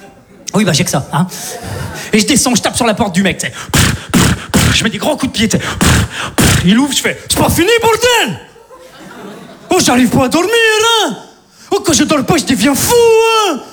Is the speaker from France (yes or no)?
yes; Saint-Étienne, Auvergne-Rhône-Alpes, France; Tu vois, moi, je viens de Saint-Étienne. Tu vois. Globalement, chez nous, t'as faim, tu prends une arbalète, tu vas chasser, ça s'arrête là, quoi.